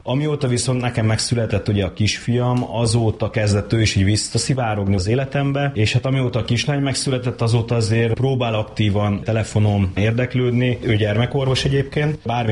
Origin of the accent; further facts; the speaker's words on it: Pécs, Baranya, Hungary; moved away as an adult; also born or lived in Austria; mind a ketten mi pécsiek vagyunk